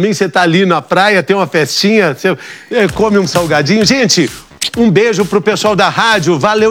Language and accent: Portuguese; Brazil; Quando perguntam de onde você é, você fala brasileiro